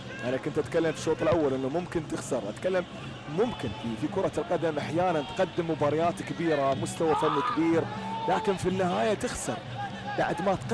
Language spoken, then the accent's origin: Arabic; Kuwait